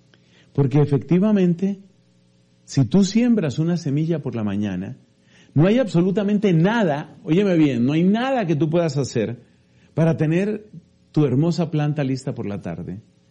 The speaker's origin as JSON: {"language": "Spanish", "country": "Colombia", "said": "en mi país, en Colombia"}